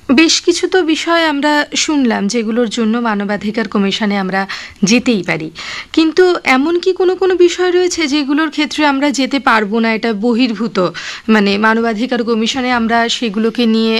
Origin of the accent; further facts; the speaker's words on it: India; আমরা অর্থাৎ ভারতীয় নারীরা